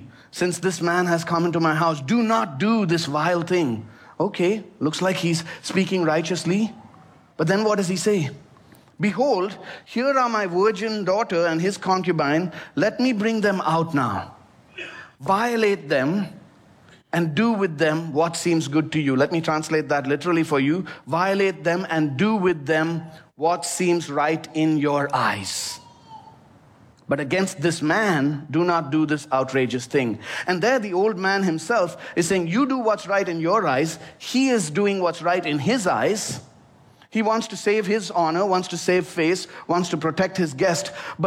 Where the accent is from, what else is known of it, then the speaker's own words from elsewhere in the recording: India; moved away; my home country of India